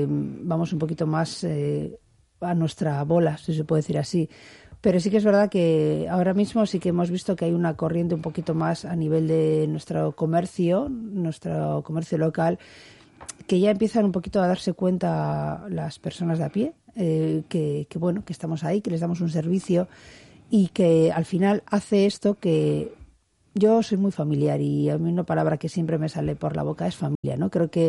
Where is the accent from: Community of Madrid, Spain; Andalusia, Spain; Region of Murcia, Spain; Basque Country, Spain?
Basque Country, Spain; soy buena vasca